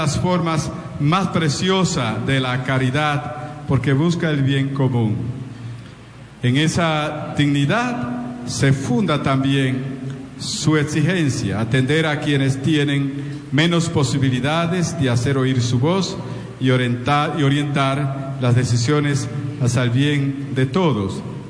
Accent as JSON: {"language": "Spanish", "country": "Dominican Republic", "said": "la gran familia de los dominicanos"}